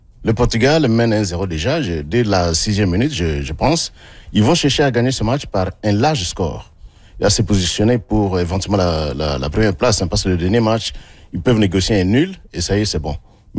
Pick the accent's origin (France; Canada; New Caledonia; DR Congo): DR Congo; Vous savez, moi, je suis Congolais. Hein. Quand je suis Congolais, moi, je crois en mes propres capacités.